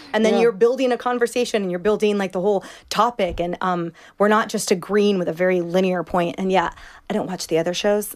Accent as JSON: {"language": "English", "region": "West Coast", "country": "United States", "said": "because we're from the West Coast, and in no way am I belittling or generalizing people who aren't"}